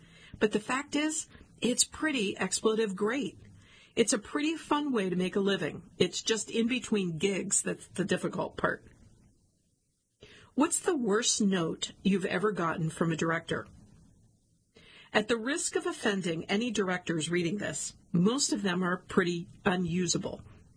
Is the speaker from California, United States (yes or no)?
yes; Modesto, California, United States; And I grew up in Modesto. Modesto is a shit-kicker town.